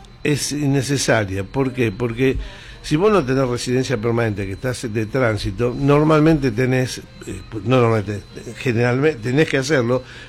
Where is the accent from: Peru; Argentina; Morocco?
Argentina; como siempre los argentinos tenemos algún problemita